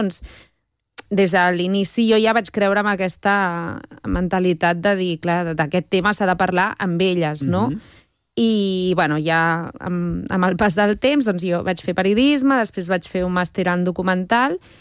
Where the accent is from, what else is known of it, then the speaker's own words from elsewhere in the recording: Barcelona, Catalonia, Spain; born there; also born or lived in Colombia; aquí a Barcelona, que la meva mare i jo vam venir de Colòmbia, això fa el 2001, una cosa així.